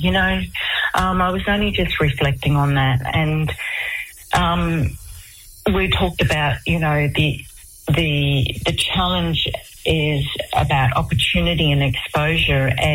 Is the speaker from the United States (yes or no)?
no; Weipa, Queensland, Australia; also born or lived in Old Mapoon; growing up in Weeper in Old Marpoon in Far North Queensland, my childhood was adventurous and it was fun.